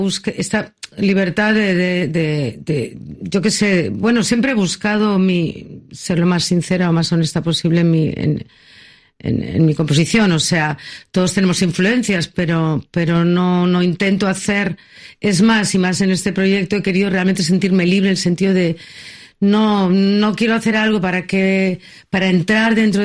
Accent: Catalonia, Spain; also born or lived in Boston

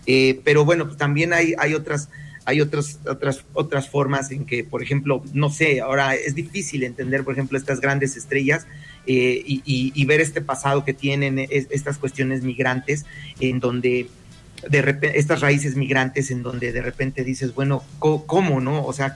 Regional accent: Mexico; de irse a celebrar al Ángel, como lo hacemos los mexicanos, ¿no? De ir y abarrotar el Ángel de la Independencia, que es el lugar de celebración para nosotros.

